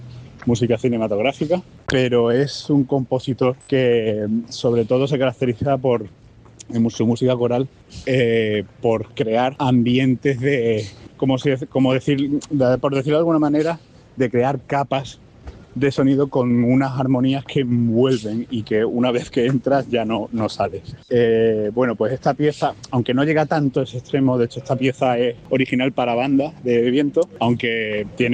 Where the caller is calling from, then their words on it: Málaga, Andalusia, Spain; soy de Málaga. Y bueno, desde aquí, desde este bullicio en una ciudad que ha amanecido con gotas de lluvia